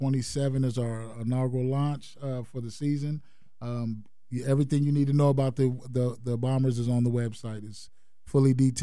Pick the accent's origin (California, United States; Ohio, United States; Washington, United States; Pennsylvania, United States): Washington, United States; Tacoma; also born or lived in Vancouver, British Columbia, Canada; now in Whatcom County, United States; So I'm from Tacoma, Washington, originally. I lived in Vancouver, B.C. for about 25 years.